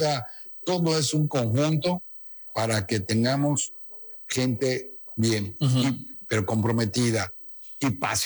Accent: Yucatán, Mexico; me siento un yucateco orgulloso

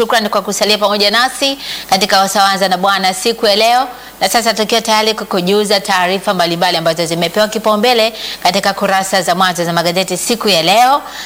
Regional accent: Mbeya, Tanzania; ilikuwa kimila kule kwetu Safwani.

